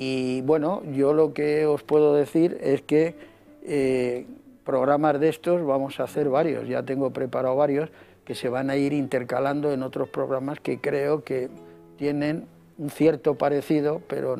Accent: Spain; ya entro en una etapa que me voy haciendo mayor y claro, yo recuerdo también como ciudadano español

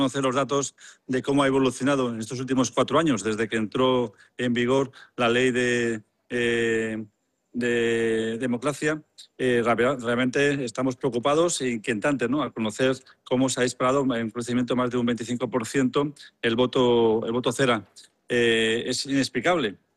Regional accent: Spain; yo lo que exijo es, como español y como alcalde, es que se cumpla a rajatabla la ley

